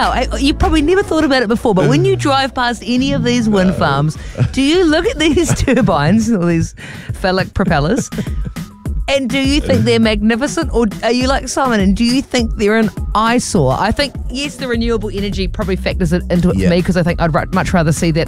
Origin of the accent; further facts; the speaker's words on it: Dargaville, Northland, New Zealand; now in Nelson, New Zealand; my hometown of Dargaville.